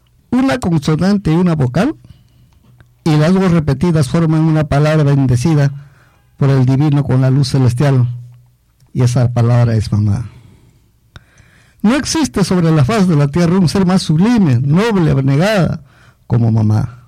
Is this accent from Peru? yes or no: yes; Chilcas, Ancash, Peru; mi pueblo de Chilcas, a las de la provincia de Ocros, a las de la región Ancash